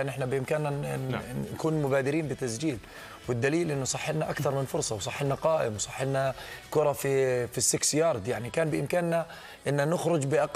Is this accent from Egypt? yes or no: no; Jordan; مش لأنه بس إحنا أردنيين ولأنه مشجع الأردن